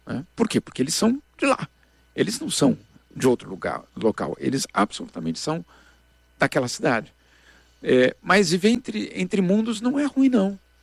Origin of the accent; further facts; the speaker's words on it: Brazil; Eu sei que eu sou brasileiro. Eu só tenho passaporte brasileiro. Então eu tenho certeza que eu sou brasileiro. Mas ao mesmo tempo eu tenho certeza que ao não morar no Brasil